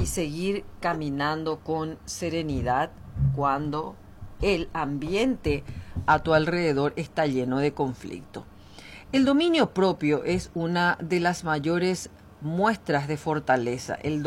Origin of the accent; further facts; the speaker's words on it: Paraguay; como mujer paraguaya me tengo que dividir en 400 pedazos